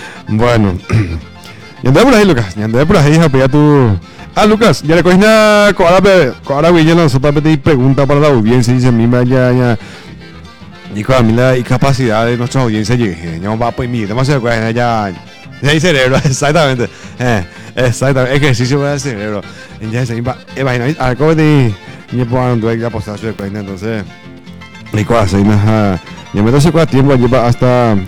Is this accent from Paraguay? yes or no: yes; Paraguay; Que es nuestro, es paraguayo, y soy paraguayo, y todos somos paraguayos.